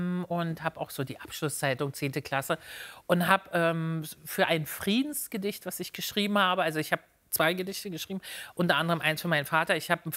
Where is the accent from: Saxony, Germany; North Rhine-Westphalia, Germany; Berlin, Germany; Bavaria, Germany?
Berlin, Germany; ich komme aus Berlin